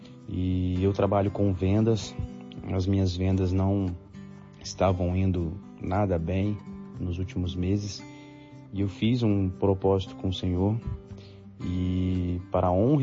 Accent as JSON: {"language": "Portuguese", "town": "Vitória", "region": "Espírito Santo", "country": "Brazil", "said": "sou de Vitória, Espírito Santo"}